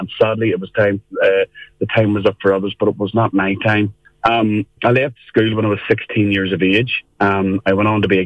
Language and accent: English; Craigavon, Northern Ireland, United Kingdom; I'm from Armagh originally, and just from a Craigavon, and born into the Catholic faith, of course, sent to Mass as a child, taken to Mass as a child.